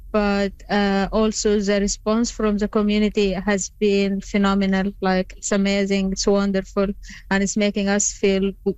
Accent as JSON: {"language": "English", "country": "Sudan", "said": "I'm one of them. I am from Sudan too."}